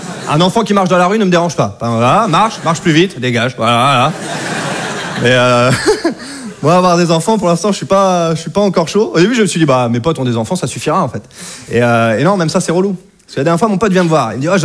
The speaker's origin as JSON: {"language": "French", "region": "Normandy", "country": "France", "said": "je viens de Normandie"}